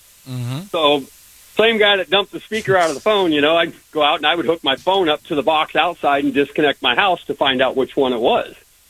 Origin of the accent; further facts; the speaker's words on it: Sacramento, California, United States; I grew up in South Sacramento.